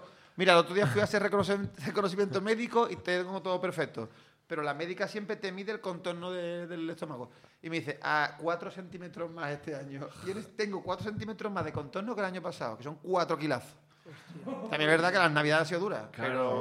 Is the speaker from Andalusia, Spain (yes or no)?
yes; Cádiz, Andalusia, Spain; moved away; Soy de Cádiz capital.